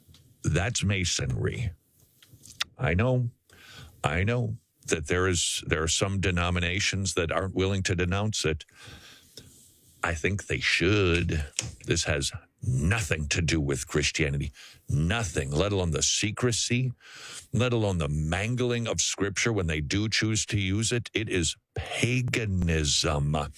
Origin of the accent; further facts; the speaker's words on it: United States; As American